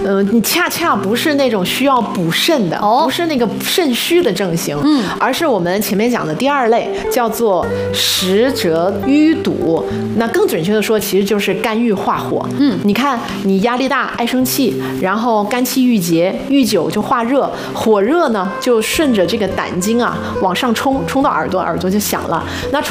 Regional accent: Shandong, China; 咱们山东人

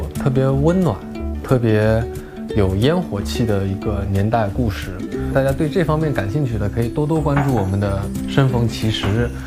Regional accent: Zhejiang, China; 我是浙江人，然后呢，我用浙江话来形容

